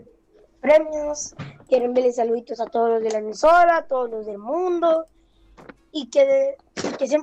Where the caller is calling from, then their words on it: Cartago, Costa Rica; de Cartago.